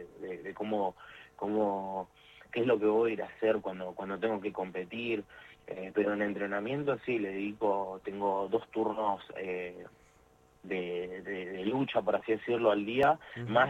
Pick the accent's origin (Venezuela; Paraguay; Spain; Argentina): Argentina; me preguntan de dónde soy y les digo que soy argentino, automáticamente piensan que soy de Buenos Aires.